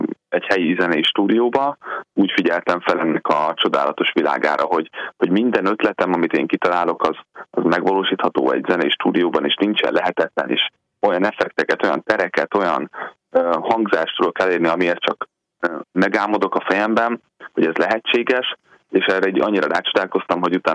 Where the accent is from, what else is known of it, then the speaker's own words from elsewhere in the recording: Miskolc, Borsod-Abaúj-Zemplén, Hungary; Illetve volt egy helyi közösségünk, én miskolci származású vagyok